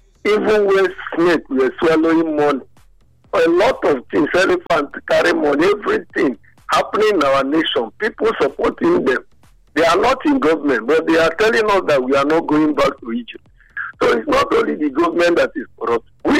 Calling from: Nigeria; I'm calling from Adoa.

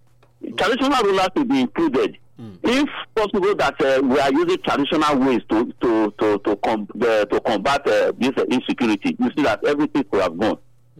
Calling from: Nigeria; Well, I'm coming from Ohara.

